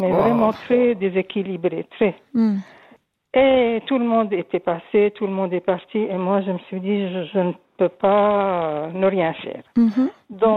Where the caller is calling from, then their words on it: Switzerland; je vous appelle de la Broye.